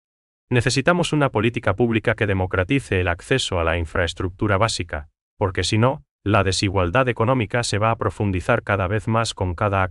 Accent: Paraguay; esa empatía que nos caracteriza como paraguayo

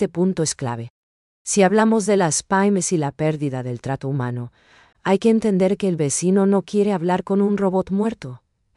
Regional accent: Paraguay; nos identifica como paraguayos.

